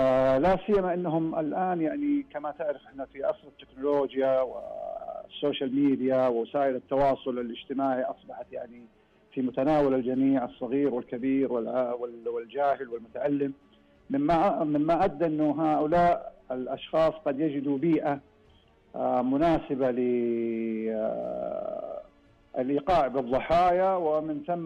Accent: Saudi Arabia; عندنا في المملكة العربية السعودية

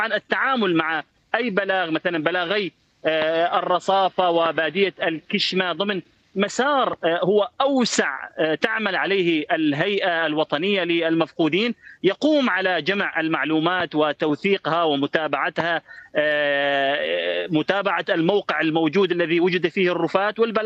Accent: Deir ez-Zor Governorate, Syria

